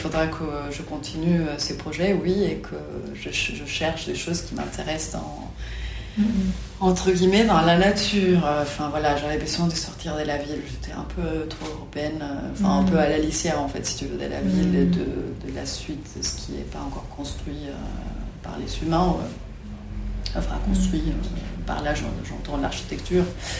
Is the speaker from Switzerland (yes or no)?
no; Ensenada, Baja California, Mexico; moved away; also born or lived in Mexico City; Moi je viens de Mexico, mais j'ai grandi dans une toute petite ville qui s'appelle Ensenada, donc pas loin de la frontière avec les États-Unis.